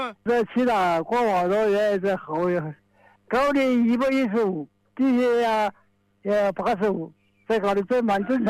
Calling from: Yingcheng, Hubei, China; 我是应城的。

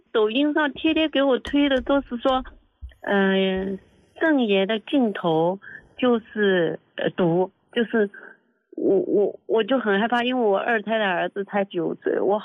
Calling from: Ningbo, Zhejiang, China; 我是宁波的，然后宁波这边中医院还是哪里

